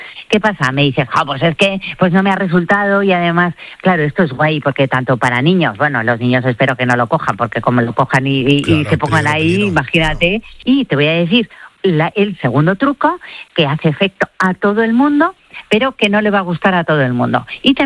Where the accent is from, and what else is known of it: Spain